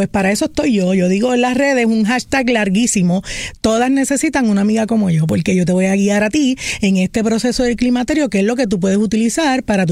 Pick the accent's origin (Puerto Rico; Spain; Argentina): Puerto Rico; Vega Baja; Yo también soy de Vega Baja, como Rebeca y Esther.